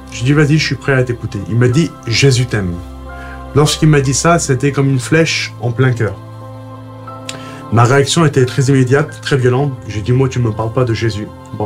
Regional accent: Algeria; parce que je suis algérien, donc j'étais musulman.

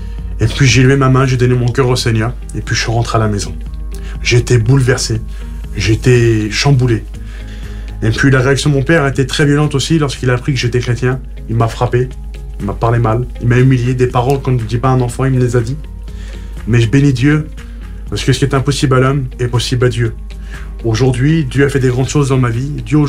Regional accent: Algeria; Vous savez, c'est dur lorsqu'on est algérien, lorsqu'on est musulman, lorsqu'on rentre dans une église

